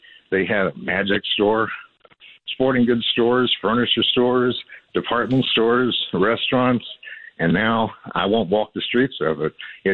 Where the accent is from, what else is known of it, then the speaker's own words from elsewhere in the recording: Dallas, Texas, United States; now in Springtown, United States; I grew up in Dallas.